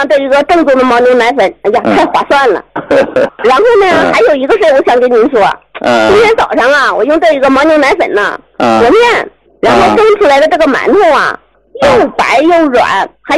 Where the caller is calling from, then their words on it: Hebei, China; 我是河北的。